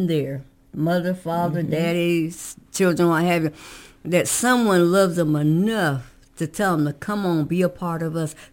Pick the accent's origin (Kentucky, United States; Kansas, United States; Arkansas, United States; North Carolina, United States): North Carolina, United States; Garland; moved away; I was from Garland